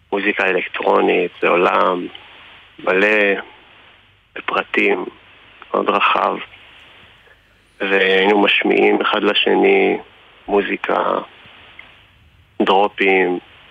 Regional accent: Har Halutz, Northern District, Israel; גדלנו באותו יישוב

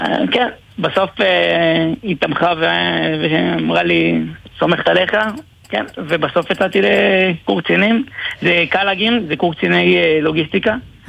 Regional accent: Lod, Central District, Israel; אז ככה, התחלתי בנחל. גדלתי בלוד.

